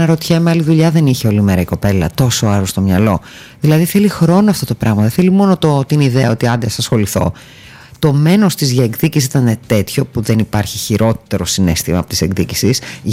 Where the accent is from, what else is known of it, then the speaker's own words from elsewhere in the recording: Volos, Thessaly, Greece; Τι θα γίνει με την πόλη μου?